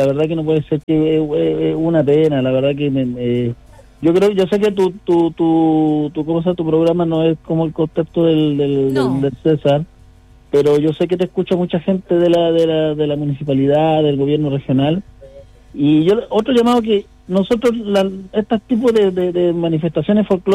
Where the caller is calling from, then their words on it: Antofagasta, Chile; yo soy antofagastino, ¿eh?, de tomo y lomo. Como decía el profesor, yo soy más antofagastino que chileno.